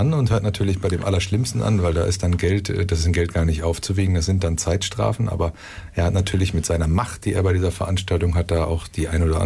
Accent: Porta Westfalica, North Rhine-Westphalia, Germany; ich bin gebürtig aus Porta Westfalica Felder

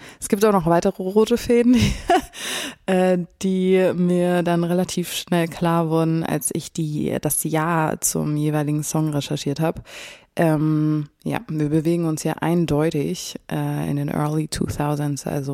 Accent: Munich, Bavaria, Germany; Ich bin eigentlich aus München.

